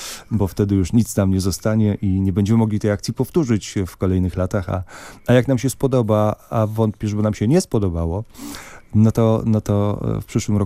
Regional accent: Toruń, Kuyavian-Pomeranian Voivodeship, Poland; skoro ja z Torunia

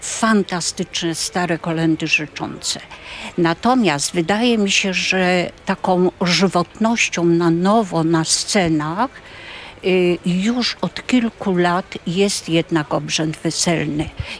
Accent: Carpathians, Poland; teraz już jako badacz, jako nie tylko góralka, ale jako badacz obrzędowości, zresztą całej karpackiej.

